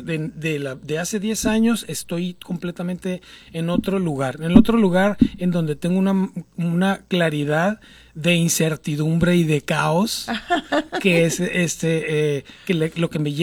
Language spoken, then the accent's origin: Spanish; Hermosillo, Sonora, Mexico; moved away as an adult; now in Guadalajara, Mexico; Yo soy de aquí de Hermosillo, sí. Hace 30 años que salí yo de aquí de Hermosillo. Yo empecé aquí en Hermosillo.